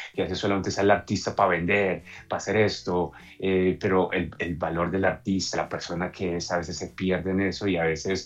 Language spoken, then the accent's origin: Spanish; Colombia; nosotros como colombianos